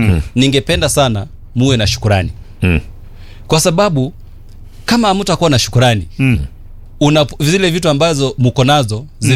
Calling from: Kenya; mimi mahali natoka Alex

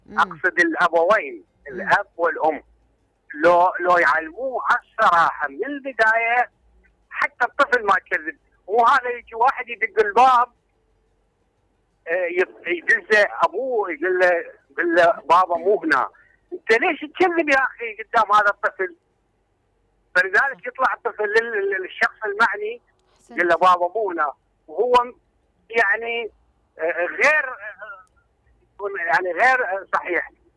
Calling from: Iraq; خصوصا عندنا بالعراق

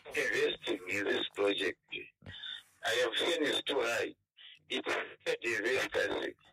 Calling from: Lusaka, Lusaka Province, Zambia; I am calling within Lusaka.

